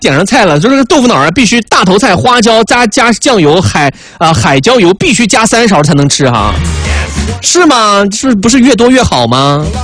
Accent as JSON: {"language": "Chinese", "region": "Northwest China", "country": "China", "said": "我是西北的，我们都属于北方"}